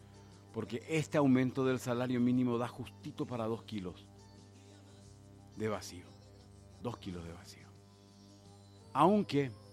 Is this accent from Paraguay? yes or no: yes; Paraguay